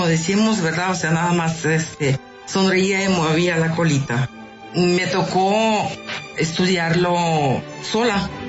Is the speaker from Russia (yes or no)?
yes; Moscow, Russia; Spanish is a second language; moved away as an adult; now in Coahuila, Mexico; Yo soy originaria de Moscú, Rusia